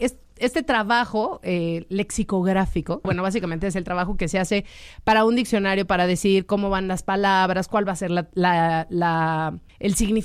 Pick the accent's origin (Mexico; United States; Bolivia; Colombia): Mexico; no es porque yo sea mexicana, obviamente me da mucho orgullo ser mexicana, pero... las personas que somos de México somos el grupo de hispanohablantes más grande que hay.